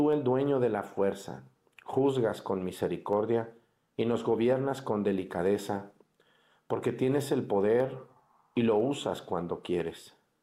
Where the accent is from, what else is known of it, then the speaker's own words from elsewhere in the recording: Mexticacán, Jalisco, Mexico; now in Guerrero, Mexico; por mi pueblo Mexticacán